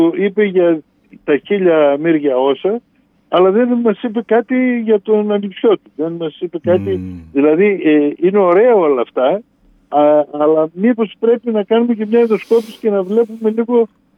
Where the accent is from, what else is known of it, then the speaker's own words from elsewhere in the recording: Serres, Central Macedonia, Greece; γιατί αν φανταστείς ότι κατάγομαι από τις Σέρες και πρέπει να απολογούμε γιατί είμαι από τις Σέρες